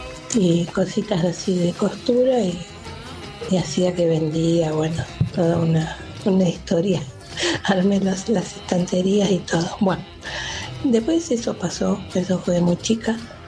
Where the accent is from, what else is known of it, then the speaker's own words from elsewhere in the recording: Buenos Aires, Argentina; Hola, buen día … de Parque Patricios.